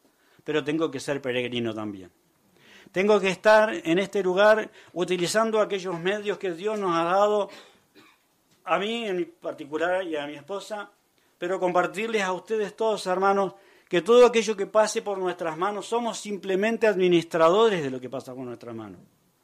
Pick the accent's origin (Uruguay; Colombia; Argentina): Uruguay; somos hermanos de Uruguay